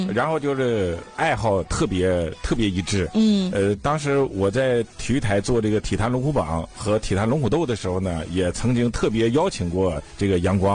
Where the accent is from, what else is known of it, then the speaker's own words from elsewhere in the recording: Dalian, Liaoning, China; 都是大连人，都喜欢足球。